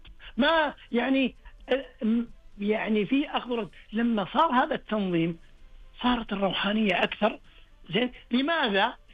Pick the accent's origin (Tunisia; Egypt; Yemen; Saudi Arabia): Saudi Arabia; born there; وأنعم الله سبحانه وتعالى وهذا فضله ونعمته أننا ولدنا في هذا البلد الطاهر.